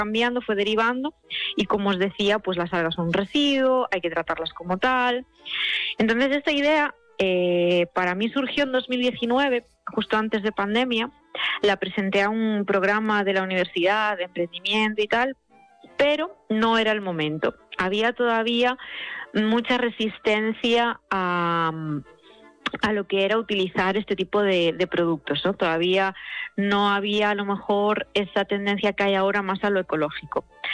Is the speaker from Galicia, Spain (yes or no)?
yes; Galicia, Spain; Entonces me fui a estudiar oceanografía, porque también estamos, bueno, yo soy de Galicia y estamos muy ligados al mar.